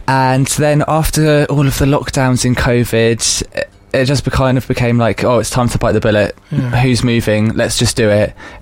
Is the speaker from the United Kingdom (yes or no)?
yes; Portsmouth, South East England, United Kingdom; now in Cardiff, United Kingdom